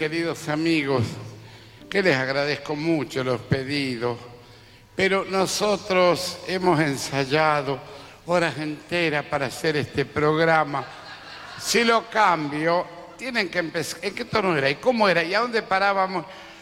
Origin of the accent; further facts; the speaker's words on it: Santa Fe, Argentina; yo, como les dije, nací en el Chaco, en el monte, Chaco santafesino, la zona de Intillaco, Guasuncho, cerca la zona de donde es Batistuta de Reconquista, para ese lado, pero para el lado de los montes